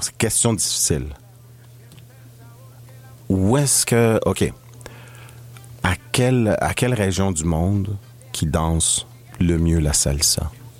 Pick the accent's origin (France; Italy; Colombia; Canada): Colombia; Barranquilla, Atlántico; moved away; je viens de la ville de Barranquilla, Colombia